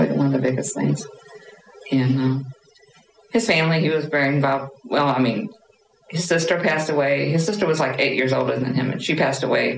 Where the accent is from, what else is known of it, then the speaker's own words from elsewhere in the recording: Missouri, United States; born there; also born or lived in Memphis, Tennessee; now in St. Louis, United States; No, I was born down in Missouri.